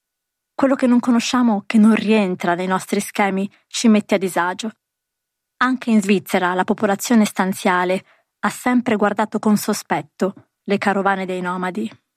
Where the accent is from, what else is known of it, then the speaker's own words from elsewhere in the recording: Milan, Lombardy, Italy; Sono cresciuta a Milano